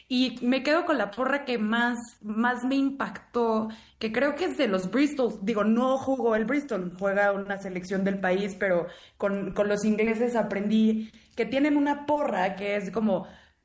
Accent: Mexico

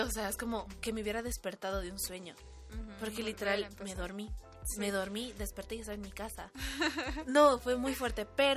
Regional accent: Bolivia; now in Mexico

